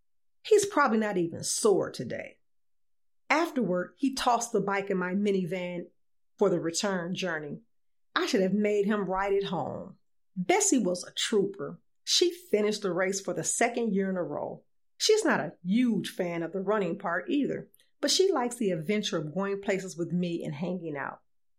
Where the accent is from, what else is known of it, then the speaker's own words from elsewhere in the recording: Illinois, United States; moved away; The race is in my hometown in Illinois